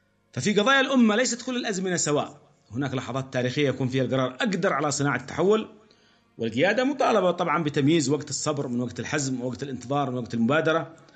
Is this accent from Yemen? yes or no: yes; Yemen; عندنا في اليمن نرى ذلك